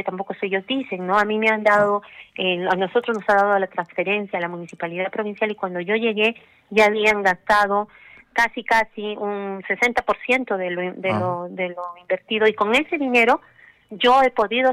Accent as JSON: {"language": "Spanish", "town": "Socabaya", "region": "Arequipa", "country": "Peru", "said": "Como muy buena arequipeña y como buena arequipeña nacida al pie del volcán, yo soy de Socabaya y soy una mujer fuerte."}